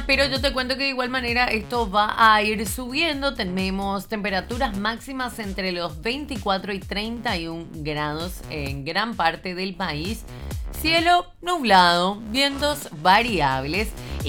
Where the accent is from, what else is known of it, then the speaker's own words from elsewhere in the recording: Luque, Central, Paraguay; Yo crecí toda la vida en Villa Adela, ¿eh? Así que saludos a nuestros oyentes de Luque